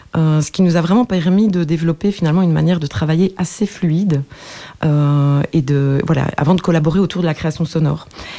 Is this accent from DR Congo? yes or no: no; Wallonia, Belgium; moved away as an adult; now in Brussels, Belgium; moi-même donc je suis ardennaise, j'habite à Bruxelles depuis plus de 25 ans, donc depuis que j'étudie